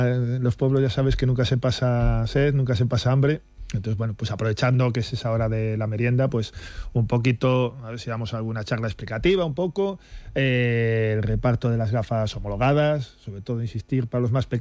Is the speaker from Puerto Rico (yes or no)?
no; Galicia, Spain; moved away; yo soy gallego, entonces allí estamos acostumbrados al verde.